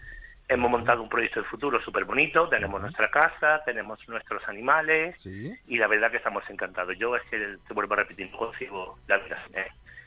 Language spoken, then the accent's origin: Spanish; Andalusia, Spain